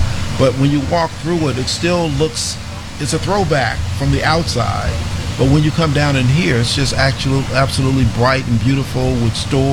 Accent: Chicago, Illinois, United States; I'm a Chicagoan

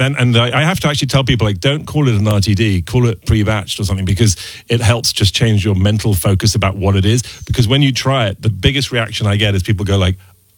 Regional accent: United Kingdom; there's a little bit of provenance for me being a British photographer.

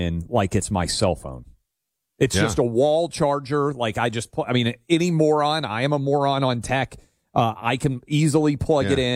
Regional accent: Tennessee, United States; in my home state of Tennessee every day

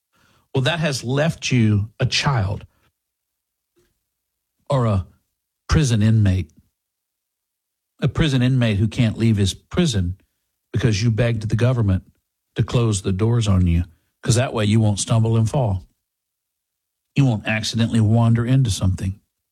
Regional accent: Texas, United States; it feels like the way I grew up in East Texas, out in the woods

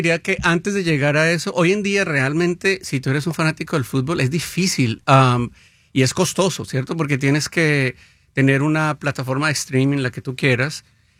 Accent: Colombia; yo soy colombiano, entonces puedo decir el equipo de Colombia

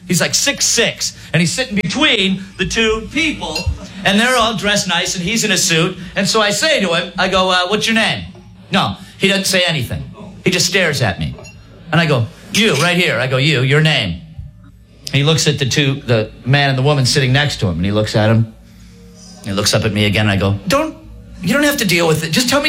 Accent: Michigan, United States; so anyway, I'm from Michigan.

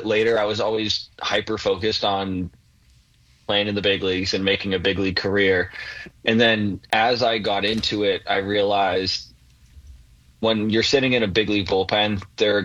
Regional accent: Massachusetts, United States; growing up in Massachusetts

